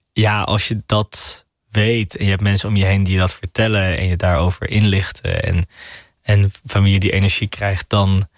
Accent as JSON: {"language": "Dutch", "town": "Amsterdam", "region": "North Holland", "country": "Netherlands", "said": "en dat is in Amsterdam gebeurd en daar ben ik ook trots op als Nederlander, als Amsterdammer."}